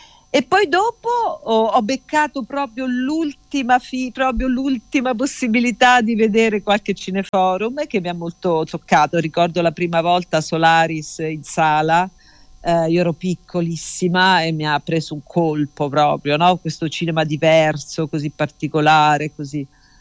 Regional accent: Marche, Italy; io sono marchigiana

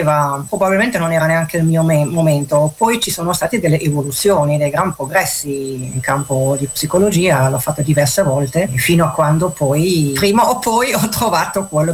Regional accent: Germany; Germania.

